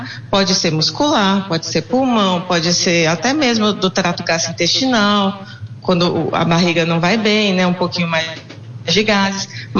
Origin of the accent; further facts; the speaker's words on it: Mantena, Minas Gerais, Brazil; moved away as an adult; now in São Paulo, Brazil; eu sou mineira. Eu sou mineira, eu sou... Vim para São Paulo para fazer a residência, para fazer a especialização e fiquei. Fui absorvida aqui.